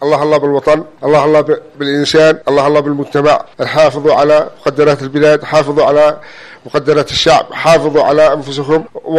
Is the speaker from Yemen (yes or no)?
yes; Taiz Governorate, Yemen; احنا في التعازق في اليمن كلنا احنا اهل اسره واحده